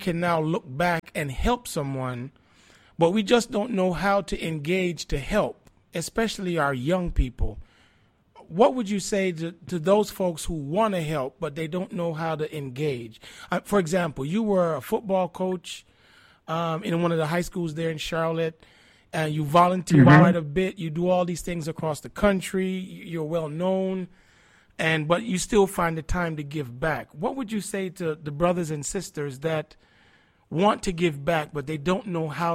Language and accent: English; Jamaica; moved away; as one politician I heard in my home country, Jamaica